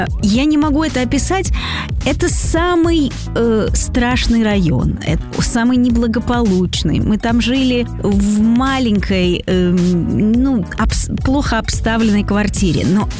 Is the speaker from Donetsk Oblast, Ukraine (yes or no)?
no; Odesa, Odesa Oblast, Ukraine; moved away; я родилась не просто в Одессе, я родилась на Молдаванке. Mm-hmm. Да, и там провела именно все свое детство. Все свое детство именно на Молдаванке.